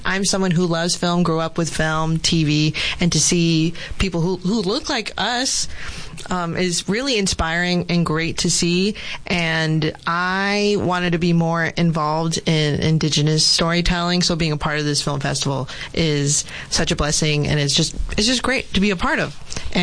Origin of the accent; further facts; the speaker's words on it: Somerton, Arizona, United States; I am from the Kokopa Indian tribe down in Somerton, Arizona.